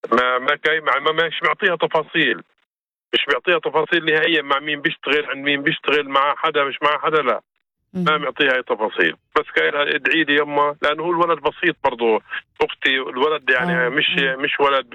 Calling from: West Bank, Palestine; الظروف عندنا في الضفة

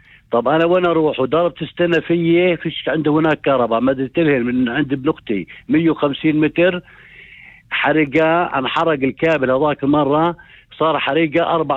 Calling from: Tamra al-Zuabiya, Northern District, Israel; أنا من سكان طمرة الزعبية.

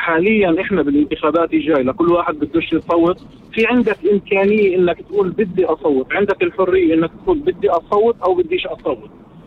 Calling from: Shefa-'Amr, Northern District, Israel; من شفر عمر

